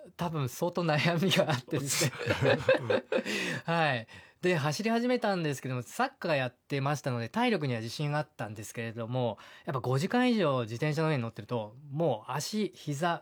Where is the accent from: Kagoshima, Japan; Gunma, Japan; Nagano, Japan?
Nagano, Japan; Okaya; now in Tatsuno, Japan; 私の故郷岡谷には諏訪湖という一周16キロしかないんですけど、湖があってですね